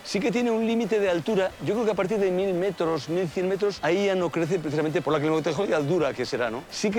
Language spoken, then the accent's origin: Spanish; Isaba, Navarre, Spain; es que he nacido en el Valle del Roncal. Yo soy de aquí, de este pueblecito de aquí de Isaba. Es uno de los 7 pueblos del valle. Siempre he vivido aquí